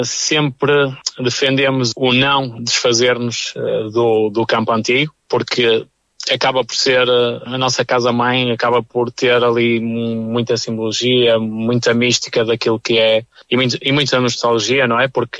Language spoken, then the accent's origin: Portuguese; Portugal; Eu sou natural de Sete, fui criado